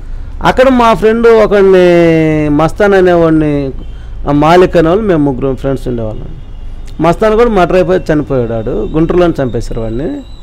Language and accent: Telugu; Reddipuralu, Andhra Pradesh, India; పొన్నూరు నుంచి 2 కిలోమీటర్లు 4 మా ఊరు రెడ్డిపురాలు మా ఊరు నుంచి 2 కిలోమీటర్లు ఒడ్డు ముక్కలు ఉండదు